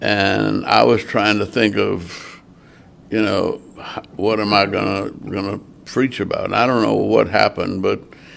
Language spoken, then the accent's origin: English; Louisiana, United States; Because I grew up on Dillard's campus. My mother and father went to Dillard. And I needed to get out of town